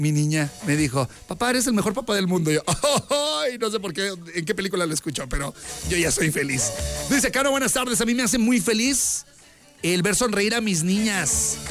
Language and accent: Spanish; Saltillo, Coahuila, Mexico; Yo sí saludo y soy de Saltillo.